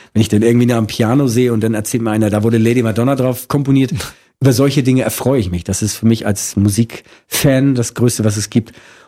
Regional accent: Hamburg, Germany; Da würde ich jetzt als Hamburger sagen, darauf bin ich natürlich sehr stolz.

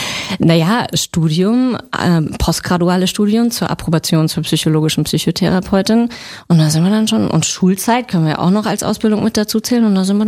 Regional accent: Freiburg, Baden-Württemberg, Germany; Ich komme aus der Sonnenstadt, genau.

